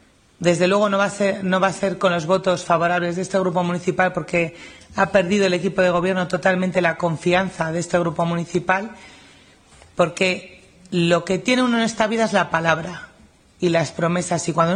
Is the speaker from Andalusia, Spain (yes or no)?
no; Laredo, Cantabria, Spain; me gustaría que mi hijo y mis nietos pudieran adquirir una vivienda a precios asequibles en mi pueblo, porque Laredo lo tiene todo, es una joya en sí mismo, tiene montaña, tiene playa